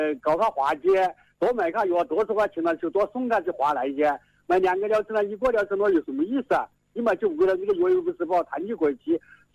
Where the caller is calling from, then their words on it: Xinjiang, China; 新疆的。